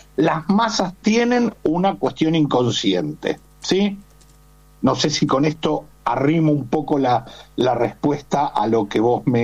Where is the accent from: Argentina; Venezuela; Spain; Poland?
Argentina; Cualquiera que viva el Mundial con cierta intensidad, como lo hacemos los argentinos y otros tantos